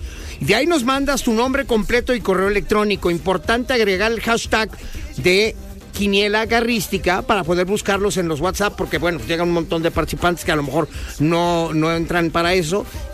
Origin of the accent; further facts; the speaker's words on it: Mexico; also born or lived in United States; now in Exeter, United States; Bueno, nací en los Estados Unidos y de niño me llevaron a vivir a México. Y me siento más mexicano que americano.